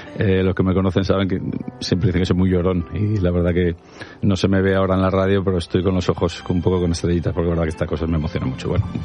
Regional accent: Valladolid, Castile and León, Spain; moved away as an adult; also born or lived in Vecilla de la Polvorosa; now in Madrid, Spain; yo nací en Valladolid y me crié en el barrio Huerta del Rey, que se llama. Uh-huh. Es un barrio relativamente humilde de Valladolid, cerquita del centro.

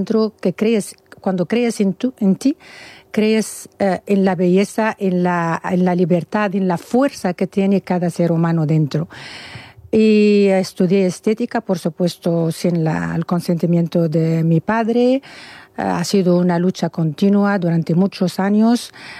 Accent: Tunisia; moved away; Soy de Túnez. Nací en Túnez con una educación musulmana, con restricciones, con tabúes

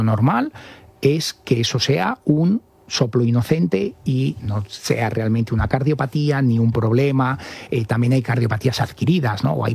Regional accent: Cigales, Castile and León, Spain; also born or lived in Valladolid / Asturias; nos casamos en Cigales, que era mi pueblo.

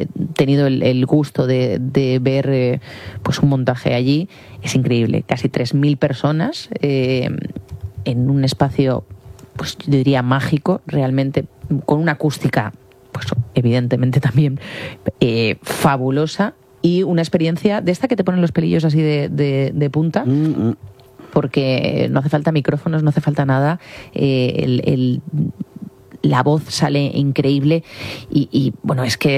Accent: San Javier, Region of Murcia, Spain; que también hay en San Javier, por ejemplo, ahí en mi tierra hay un montón

